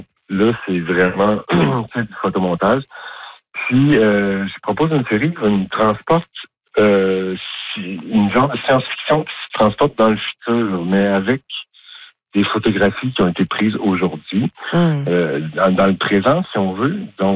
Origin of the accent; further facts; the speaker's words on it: Quebec, Canada; now in Maisonnette, Canada; Oui, je suis originaire des Cantons de l'Est, mais j'habite à Montréal un petit bout.